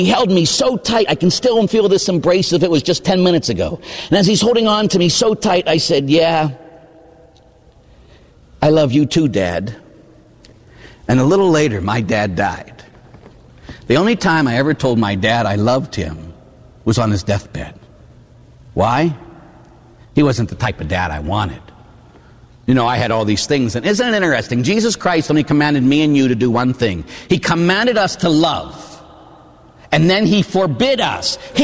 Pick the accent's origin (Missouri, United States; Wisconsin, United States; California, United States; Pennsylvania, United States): Pennsylvania, United States; Pittsburgh; born or raised there